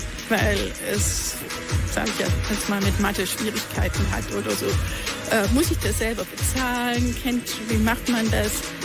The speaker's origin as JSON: {"language": "German", "region": "Baden-Württemberg", "country": "Germany", "said": "In Baden-Württemberg, wo ich herkomme, ist das eigentlich hat das eigentlich jede Schule mittlerweile, die Schulsozialarbeit"}